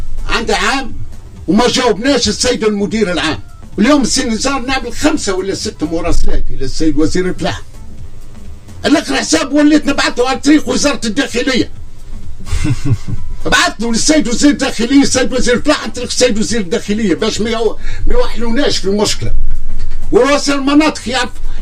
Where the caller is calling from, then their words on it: Tunisia; أنا مواطن تونسي كيفي كيفك